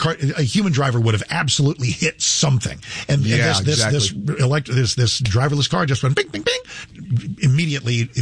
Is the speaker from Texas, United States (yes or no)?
yes; Texas, United States; I said, please, I'm from Texas. I'm a man.